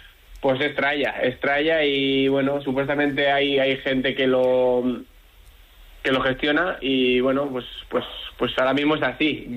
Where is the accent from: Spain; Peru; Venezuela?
Spain; Bilbao, Basque Country; yo pues soy de Bilbao y estoy muy cerca y llevo ya muchos años en este club